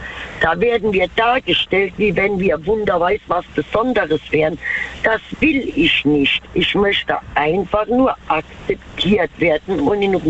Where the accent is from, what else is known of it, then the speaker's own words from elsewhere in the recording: Mannheim, Baden-Württemberg, Germany; Also, ich bin gebürtig aus Mannheim und ich bin mit allen verschiedenen Sorten von Menschen groß geworden